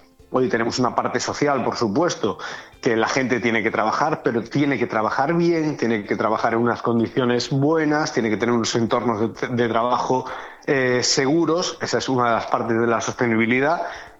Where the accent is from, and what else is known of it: Galicia, Spain